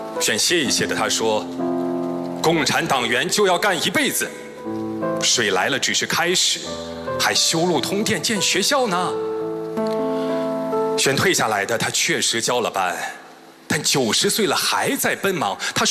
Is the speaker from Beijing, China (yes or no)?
no; Guizhou, China; 因为我们贵州人天生敢闯敢拼，